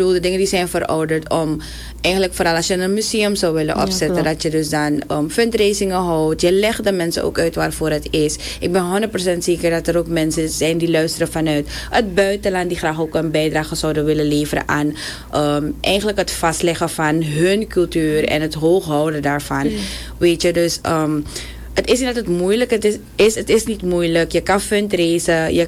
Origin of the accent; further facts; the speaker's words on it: Suriname; En daarom vind ik het ook heel belangrijk dat wij als Surinamers die taal ook hoog houden.